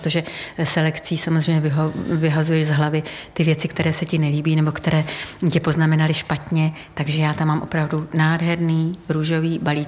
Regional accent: Petřkovice, Moravian-Silesian Region, Czechia; Petřkovicích.

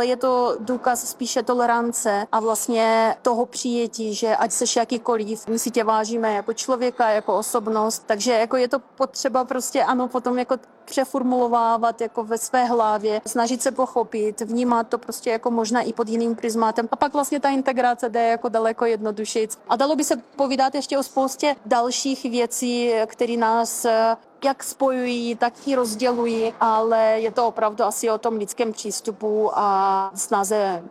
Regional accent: Ukraine; now in Czech Republic; I přesto, že asi moje vnitřní přesvědčení, kdo jsem, tak na pořád zůstane, že jsem Ukrajinka. Stejně prostě Česko je mým domovem a to se určitě nezmění.

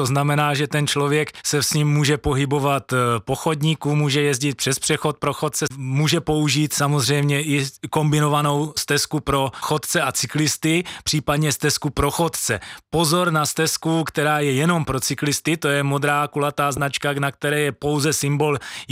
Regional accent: Zlín, Zlín Region, Czechia; já jsem tady rodilý Zlíňák, Moravák

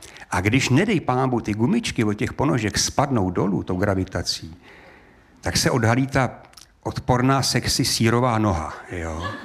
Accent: North Bohemia, Czechia; Ale já jsem Severočech.

